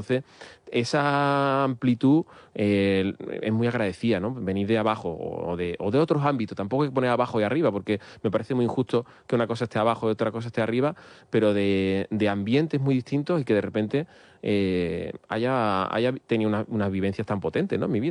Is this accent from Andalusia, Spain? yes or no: yes; Dos Hermanas, Andalusia, Spain; also born or lived in Seville; Sí, yo me crié en Dos Hermanas, sí.